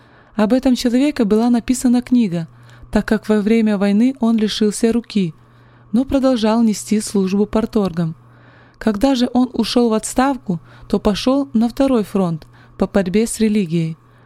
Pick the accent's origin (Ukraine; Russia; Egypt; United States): Ukraine; Kremenchuk, Poltava Oblast; Я сама с Украины, город Кременчуг, Полтавской области.